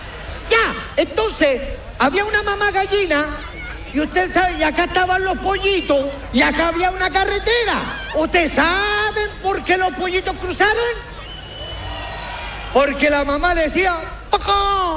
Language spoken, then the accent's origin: Spanish; La Florida, Santiago Metropolitan Region, Chile; Yo soy de la Floriguana, o sea, de la Florida. Yo soy de ahí.